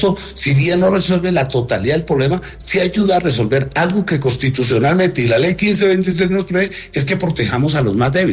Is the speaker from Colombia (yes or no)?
yes; Colombia; es que como colombianos hacemos una veeduría